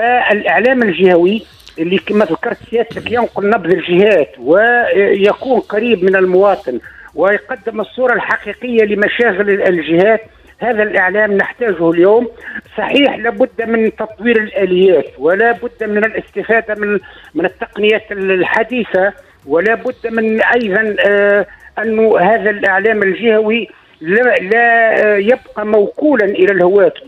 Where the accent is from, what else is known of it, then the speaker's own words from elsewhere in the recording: Sidi Ali Ben Aoun, Sidi Bouzid, Tunisia; ولكن أنا في الحقيقة أصيل منطقة سيدي علي بن عون،